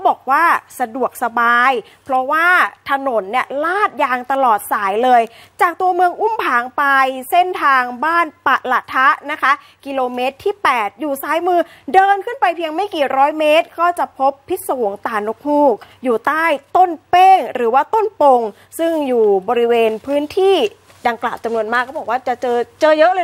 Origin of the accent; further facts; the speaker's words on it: Loei, Thailand; ใช่บ้านอยู่จังหวัดเลยบ้านอยู่จังหวัดเลยเอาจังหวัดเลยก็มีภูกระดึงแต่ว่าเราก็ไปหลายๆภูเขาอะไรอย่างเงี้ย